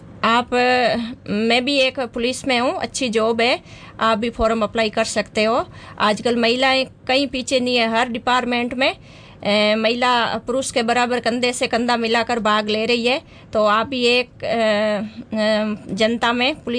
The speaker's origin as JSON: {"language": "Hindi", "region": "Rajasthan", "country": "India", "tie": "born or raised there", "moved": "as an adult", "lives_now": "Mount Abu, India", "said": "मैंने 11th 12th Raniwara से की थी, तो हमारे गांव से रानीवाड़ा में"}